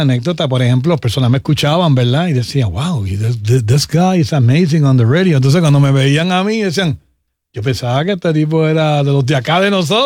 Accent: Puerto Rico; Y siempre le decía que la forma de yo ser iba a ser basando en lo que yo me crié en Puerto Rico.

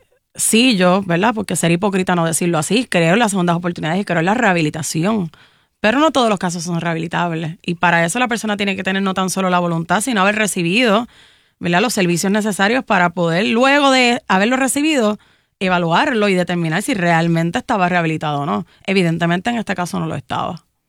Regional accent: Yabucoa, Puerto Rico; Yo soy de Yabucoa

